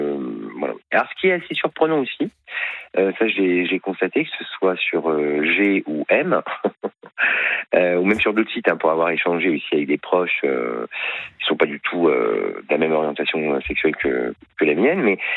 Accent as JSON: {"language": "French", "town": "Paris", "region": "Île-de-France", "country": "France", "lives_now": "Marseille, France", "said": "moi j'habite Marseille, hein, je suis parisien, installé dans le sud-est depuis 2017"}